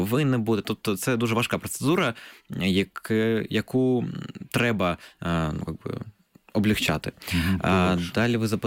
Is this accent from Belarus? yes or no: no; Zaporizhzhia, Zaporizhzhia Oblast, Ukraine; born there; мені повезло, я народився в Запоріжжі і я був в реєстрах.